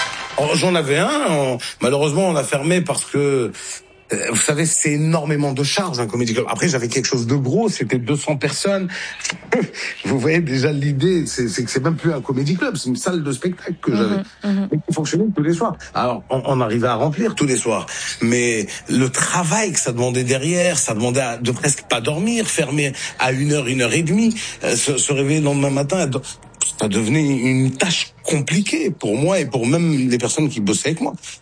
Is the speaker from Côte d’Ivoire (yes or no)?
yes; Côte d’Ivoire; Je viens de Côte d'Ivoire.